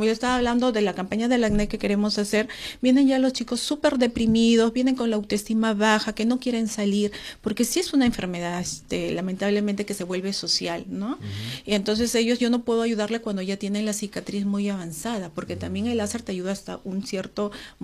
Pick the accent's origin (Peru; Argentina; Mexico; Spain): Peru; yo también como peruana.